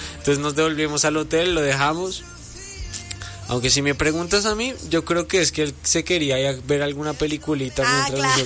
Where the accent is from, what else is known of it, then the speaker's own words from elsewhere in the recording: Colombia; somos colombianos